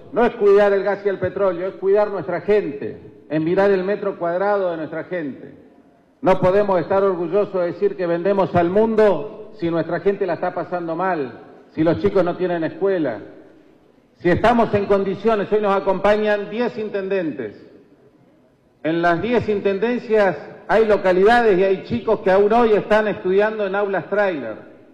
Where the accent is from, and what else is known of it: Neuquén, Argentina